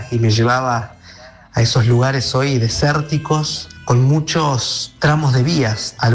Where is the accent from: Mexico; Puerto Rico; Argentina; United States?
Argentina; Comodoro Rivadavia, Chubut; Si bien soy de Comodoro Rivadavia, Chubut, es como dijiste, el tren marcó la cotidianeidad en el lugar donde dijiste y en la Patagonia en general